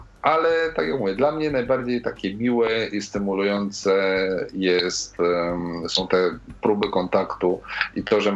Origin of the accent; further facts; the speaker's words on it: Pomeranian Voivodeship, Poland; słuchaj, ja jestem tym gościem z Pomorza, który coś tam.